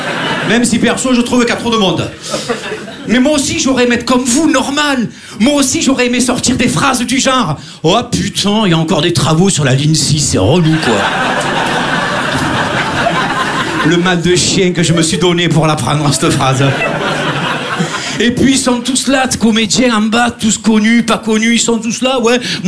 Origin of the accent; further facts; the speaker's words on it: Marseille, Provence-Alpes-Côte d'Azur, France; accent: Marseille; Bon, alors moi, je viens de Marseille